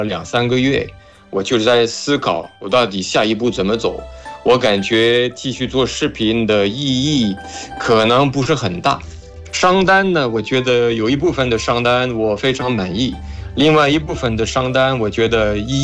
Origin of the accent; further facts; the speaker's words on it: Paris, Île-de-France, France; born there; Chinese is a second language; moved away; 我是法国人，然后